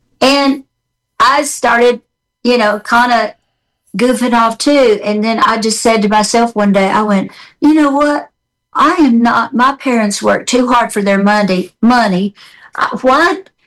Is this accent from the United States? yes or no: yes; Memphis, Tennessee, United States; Teeny, you're from Memphis. I'm from Memphis. We should know each other.